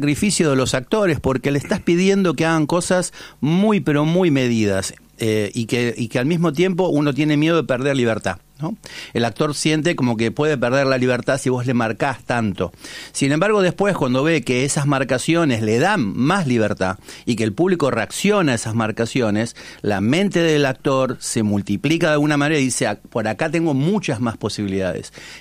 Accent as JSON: {"language": "Spanish", "region": "Buenos Aires", "country": "Argentina", "said": "Capital, San Cristóbal, sí. Y vivo acá a unas cuadras, en Colegiales, en la calle Maure."}